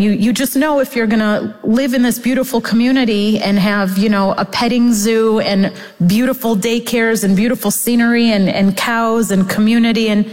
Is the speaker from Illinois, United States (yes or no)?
yes; Chicago, Illinois, United States; moved away as an adult; now in Kibbutz Zikim, Israel; Growing up in Chicago, we had snow days. Living in the south, you have rocket days.